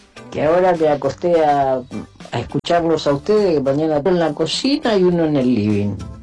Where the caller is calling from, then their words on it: Tapiales, Buenos Aires Province, Argentina; de Tapiales.